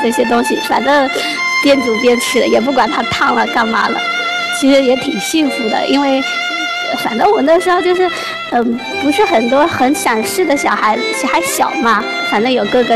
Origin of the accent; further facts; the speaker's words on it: Shangrao, Jiangxi, China; 我来自江西上饶，然后我是在一个仓库里搬螺丝的